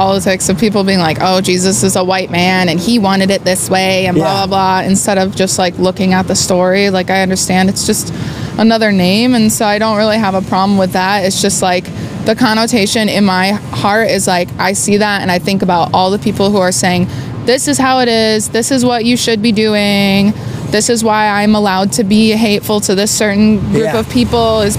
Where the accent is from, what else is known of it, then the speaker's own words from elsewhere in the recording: Worthington, Minnesota, United States; moved away as an adult; I came from a small town that it was like non-conventional.